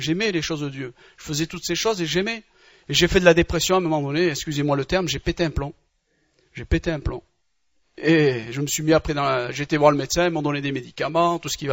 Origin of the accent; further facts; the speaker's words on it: Batna Province, Algeria; Je suis algérien, de mère algérienne et de père algérien, des Aurès, pour ceux qui connaissent, qui sont des... Je suis un berbère, un chaoui, des Aurès là-bas du côté de Betna et tout ça là-bas.